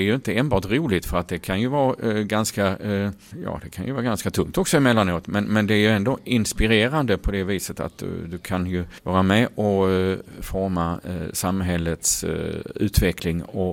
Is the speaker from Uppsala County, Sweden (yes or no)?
no; Åstorp, Skåne, Sweden; moved away as an adult; now in Ängelholm, Sweden; Jag är uppväxt i Åstorps kommun och hade här en hel del politiska uppdrag.